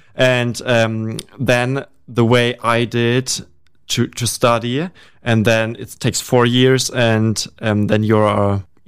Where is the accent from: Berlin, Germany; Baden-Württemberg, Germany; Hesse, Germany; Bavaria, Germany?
Baden-Württemberg, Germany; Mannheim; I'm from Germany. I'm a police officer. I'm here in Fort Wayne for 1.5 weeks.